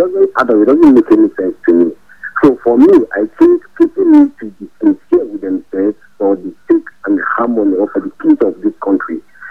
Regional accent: Plateau, Nigeria; also born or lived in Benin / Kano; Like for me, I grew up my life on the plateau. I attend Jesus Gengeri, I attend Angorugo Primary School, I stayed in Kenya.

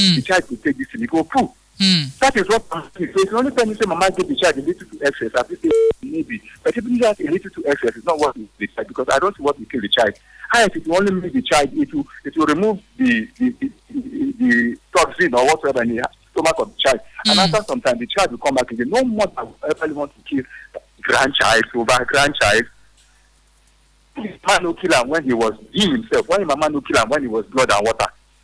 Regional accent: Lagos, Nigeria; my siblings and I, we are born in Lagos. We grew up in Lagos.

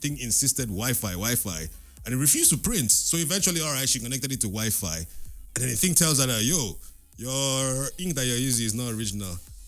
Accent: Nigeria; I will go as a child of Nigeria.

